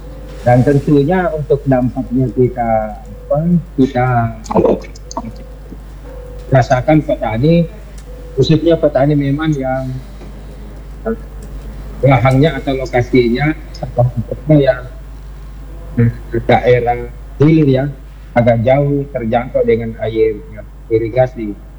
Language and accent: Indonesian; South Sulawesi, Indonesia; Karena kalau mau diistilahkan di apa, di khususnya di daerah saya Pinderan, itu kan hanya ada dua musim.